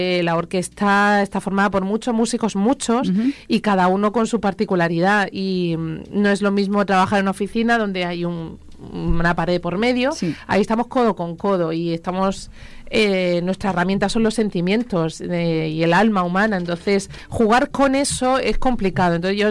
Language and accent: Spanish; Molina de Segura, Region of Murcia, Spain; moved away; soy muy amante de mi pueblo de Molina, siempre lo he llevado por delante